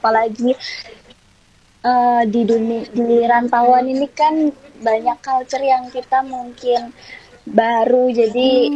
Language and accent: Indonesian; Lamongan, East Java, Indonesia; now in Surabaya, Indonesia; Dan saya dari Lamongan. Sekarang tinggalnya di Surabaya.